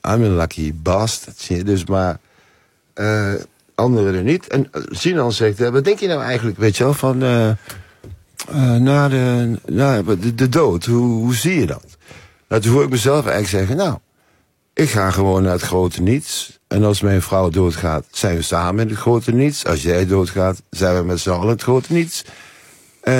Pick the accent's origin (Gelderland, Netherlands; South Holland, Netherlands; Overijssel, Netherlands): Gelderland, Netherlands; Nijmegen; Ik kom ook uit Nijmegen. En we zaten te eten in onze stad.